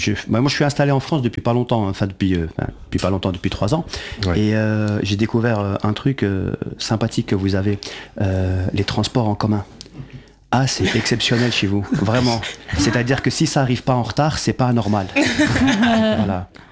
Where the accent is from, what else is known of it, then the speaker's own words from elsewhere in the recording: Belgium; Mais moi je suis venu pour rétablir l'honneur de mon pays, voilà, puisque je viens de Belgique.